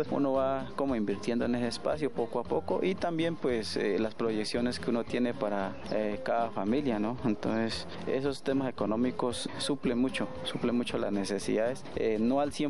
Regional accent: Colombia; yo soy del área de Loma Pueblito

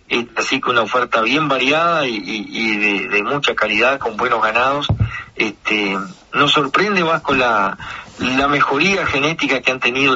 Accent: Illescas, Florida, Uruguay; nosotros con nuestras raíces familiares, también en Illesca, por el lado materno, creo que somos nacidos y criados en Illesca

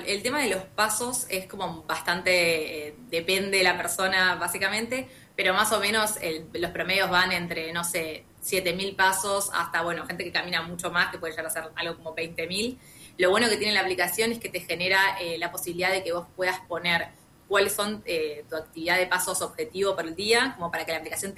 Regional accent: Argentina; now in Montevideo, Uruguay; yo soy argentina viviendo en Montevideo

